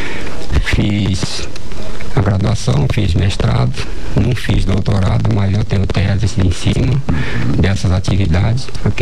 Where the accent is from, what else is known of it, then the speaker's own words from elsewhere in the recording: Campo Grande, Mato Grosso do Sul, Brazil; born there; Eu nasci em Campo Grande, Mato Grosso, na época. Tenho 79 anos